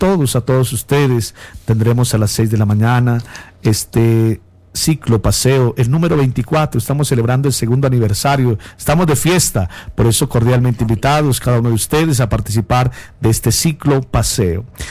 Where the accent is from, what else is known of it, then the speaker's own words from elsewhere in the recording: Colombia; de nosotros como colombianos?